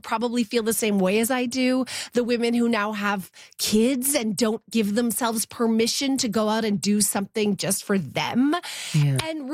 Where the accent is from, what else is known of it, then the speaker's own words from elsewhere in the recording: Vancouver, British Columbia, Canada; so excited to come back to my hometown of Vancouver this Saturday.